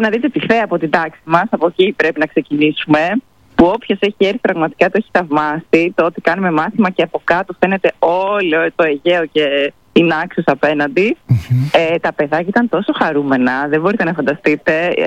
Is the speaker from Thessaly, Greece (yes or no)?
no; Karperi, Central Macedonia, Greece; moved away as an adult; now in Irakleia, Greece; Εγώ είμαι από Σέρες, Καρπερί Σερών, από ένα χωριό πάνω, Βόρεια Ελλάδα. Οπότε ήρθα εδώ το 2016 ως αναπληρώτρια